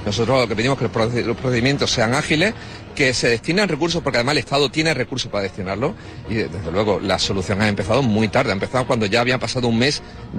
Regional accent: Ceuta, Spain; todos los ceutíes pensamos lo mismo

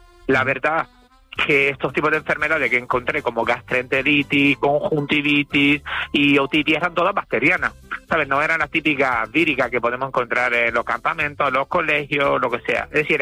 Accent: Italy; now in Spain; DNI los italiano, aunque puedo hacer por matrimonio de mi pareja español, pero sí. Bueno, sigo siendo italiano al 100%.

